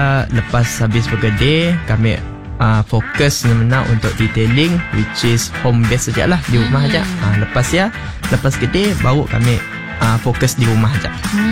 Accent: Kuching, Sarawak, Malaysia; Kami asal daripada Kuching, Sarawak, berkampung dekat kampung Pulau Ilik.

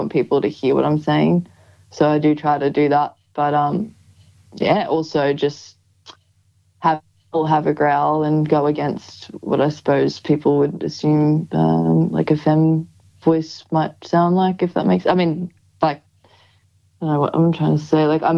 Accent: Queensland, Australia; Oh, yeah, I'm just from Queensland. You know. I did grow up doing a lot of singing training

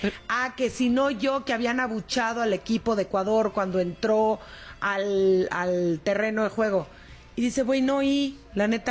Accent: Mexico; no hablo contra México, hablo desde México. Lo digo siendo mexicano, uno que ha cargado su bandera por el mundo entero con orgullo.

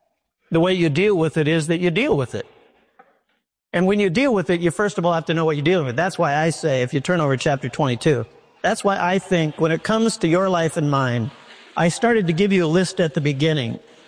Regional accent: Minneapolis, Minnesota, United States; I remember when I was growing up in Minneapolis, my mom and dad will remember, I used to go to the farm in Winthrop, Minnesota, 60 miles from Minneapolis.

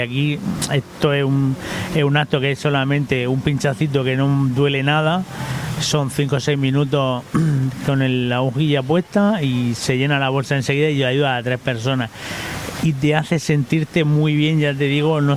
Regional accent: Águilas, Region of Murcia, Spain; voy a barrer un poco para mi pueblo en el auditorio de Águila

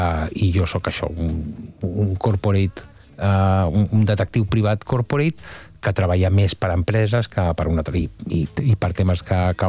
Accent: Barcelona, Catalonia, Spain; vinc d'una família de classe mitja alta de la ciutat de Barcelona, molt clàssica i molt típica, no?, de professionals liberals

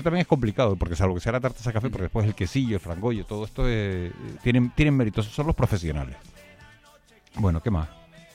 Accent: Canary Islands, Spain; tú y yo somos más canarios.

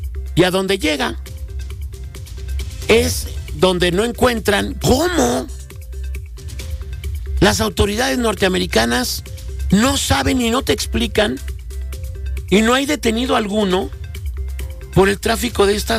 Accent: Mexico; y eso es lo que a mí, como mexicano, me molesta.

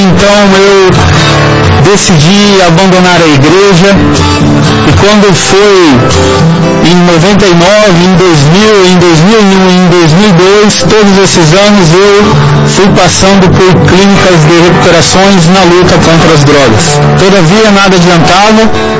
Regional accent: Campinas, São Paulo, Brazil; sou de Campinas, interior de São Paulo.

